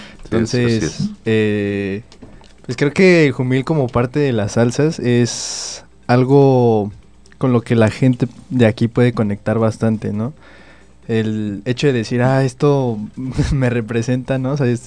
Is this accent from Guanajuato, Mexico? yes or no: no; Mexico City, Mexico; now in Taxco, Mexico; yo soy de la Ciudad de México.